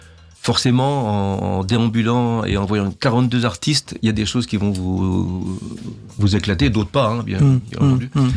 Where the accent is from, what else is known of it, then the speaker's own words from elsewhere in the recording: Hermonville, Grand Est, France; chez nous, à Hermonville.